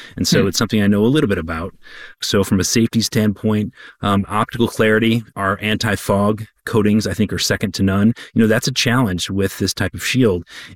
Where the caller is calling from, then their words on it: Arlington, Virginia, United States; I'm calling in from Arlington, Virginia.